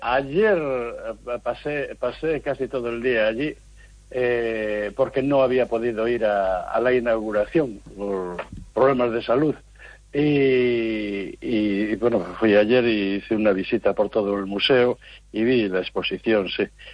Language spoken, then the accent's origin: Spanish; Galicia, Spain; Yo, como soy del sur, del Baixo Miño